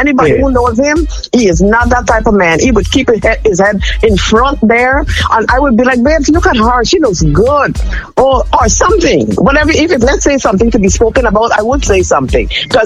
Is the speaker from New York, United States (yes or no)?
no; New Jersey, United States; I'm from New Jersey and I rep in New Jersey to the bone.